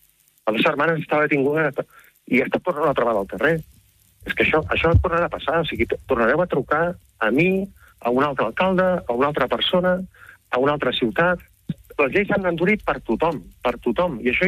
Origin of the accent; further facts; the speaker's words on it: Manresa, Catalonia, Spain; jo de fet he nascut, he estudiat, m'he criat a Manresa